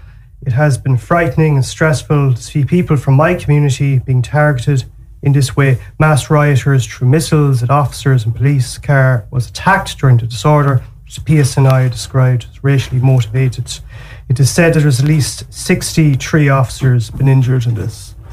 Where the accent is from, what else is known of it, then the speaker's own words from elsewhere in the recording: Philippines; I'm a health worker, I love the Union, I'm from the Philippines, I've nothing to do with this, don't burn out my house.